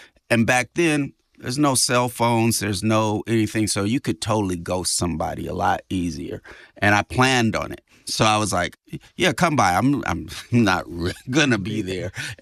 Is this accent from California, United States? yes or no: yes; California, United States; And, you know, obviously I come from the Bay Area, so I'm going to shoot shots on that behalf.